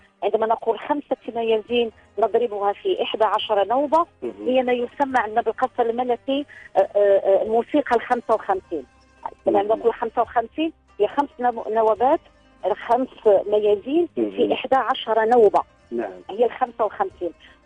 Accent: Morocco; accent: Moroccan; نحن نتحدث ونحكي بلهجة مغربية مفهومة،

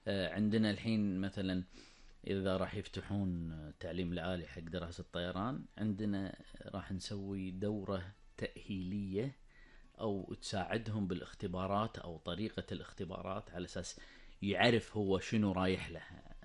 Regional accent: Kuwait; موجود عندنا بالكويت

